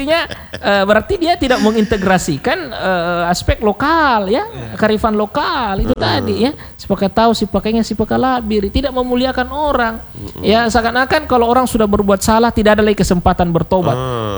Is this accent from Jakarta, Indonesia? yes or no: no; South Sulawesi, Indonesia; kita orang Bugis Makassar atau Sulawesi Selatan ini